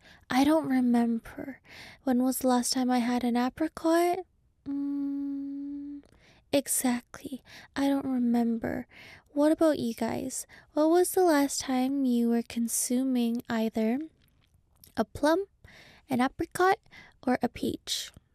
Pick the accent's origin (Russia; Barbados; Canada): Canada; now in South Korea; I remember having a lot of it when I grew up in Canada. After I came to Korea, it's hard to eat it because we don't eat it here.